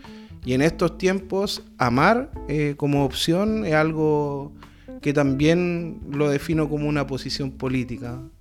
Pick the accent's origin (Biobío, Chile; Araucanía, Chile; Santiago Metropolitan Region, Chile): Santiago Metropolitan Region, Chile; San Bernardo